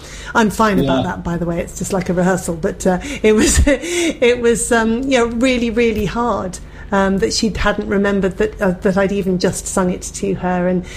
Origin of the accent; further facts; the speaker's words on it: England, United Kingdom; I'm English